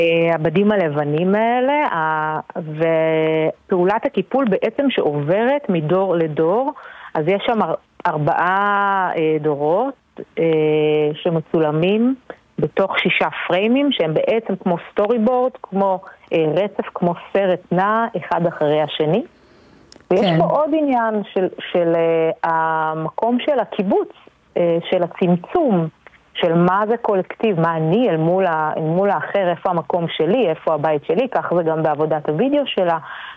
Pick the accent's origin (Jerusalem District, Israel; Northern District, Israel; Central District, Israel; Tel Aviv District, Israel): Tel Aviv District, Israel; Ramat HaSharon; moved away as an adult; אני במקור מהמרכז, גדלתי ברמת השרון, ואני פה כעשור.